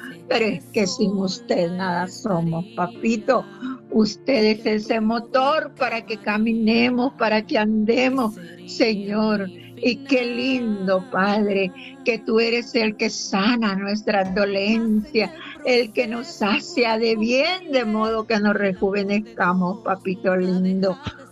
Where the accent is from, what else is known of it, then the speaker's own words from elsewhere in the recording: El Salvador; así somos los salvadoreños